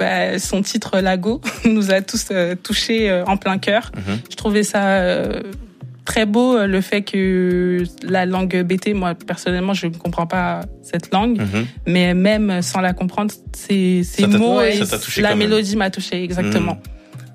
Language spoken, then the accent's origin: French; Aulnay-sous-Bois, Île-de-France, France; Du coup, moi je suis une jeune femme noire, j'ai grandi à Aulnay-sous-Bois.